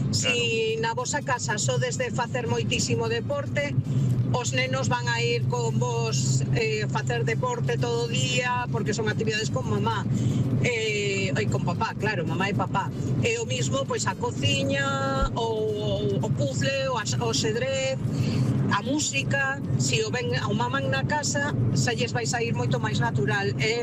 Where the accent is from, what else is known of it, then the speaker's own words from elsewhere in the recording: Santiago de Compostela, Galicia, Spain; Bo día, son … de Santiago.